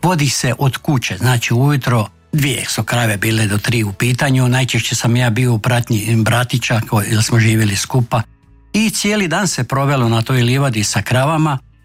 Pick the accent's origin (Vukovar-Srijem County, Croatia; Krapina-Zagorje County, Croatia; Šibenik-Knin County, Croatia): Vukovar-Srijem County, Croatia; Ivankovo; kod nas u Ivankovi je to najčešće bio krave.